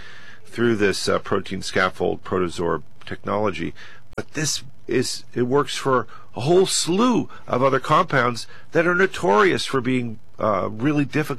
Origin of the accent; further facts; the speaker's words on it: United States; I'll say, yes, I am an American.